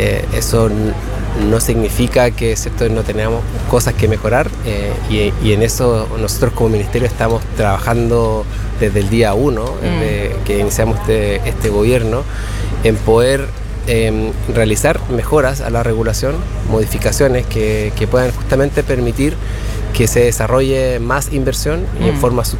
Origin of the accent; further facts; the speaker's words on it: Valdivia, Los Ríos, Chile; now in Santiago, Chile; Yo soy valdiviano, Valdivia, vivo en Santiago